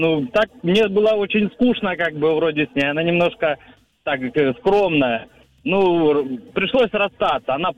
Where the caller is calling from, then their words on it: Stavropol Krai, Russia; Ставропольский край.